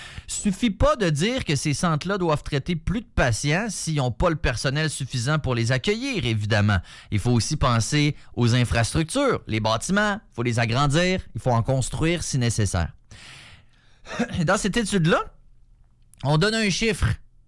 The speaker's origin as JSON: {"language": "French", "town": "Quebec City", "region": "Quebec", "country": "Canada", "tie": "born there"}